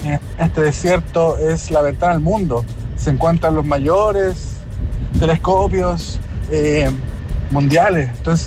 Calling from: Arica, Arica y Parinacota, Chile; de Arica.

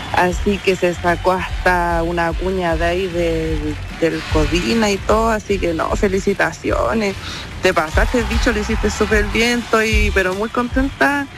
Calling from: Puente Alto, Santiago Metropolitan Region, Chile; de Puente Alto, desde Cine Costanera

